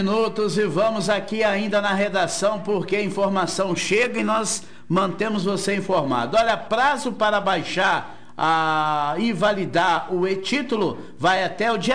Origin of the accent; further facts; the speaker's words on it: Minas Gerais, Brazil; also born or lived in Belo Horizonte; eu não sou sandumonense, né? Eu sou da capital, sou de Belzonte, isso. Mas tenho a cidade de San Zumon no coração, porque aqui eu fui criado, vim para cá pequeno.